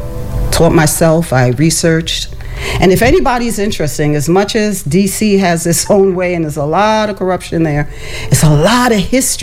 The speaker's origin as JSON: {"language": "English", "town": "Philadelphia", "region": "Pennsylvania", "country": "United States", "tie": "born or raised there", "also_born_or_lived": "Jamaica", "said": "I was born in Jamaica, and I came here in the States in the early 70s. I had no idea that we just came off of Jim Crow. I had no clue because I was raised in Philadelphia"}